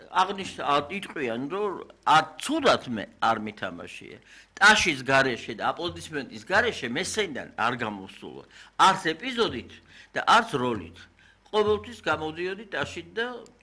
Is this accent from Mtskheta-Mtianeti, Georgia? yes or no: yes; Mtskheta-Mtianeti, Georgia; ზედით ხევსური ვარ ჯიში და ჯილაგი დერის მხრიდან არც მამის მხრიდან და ცუდი იმის იქაც არაჩვეულებრივი ხალხია მაგრამ მაინც აქეთ უფრო სადაც გავიზარდე სადაც დავიბადე ის უფრო არის ჩემში ღრმად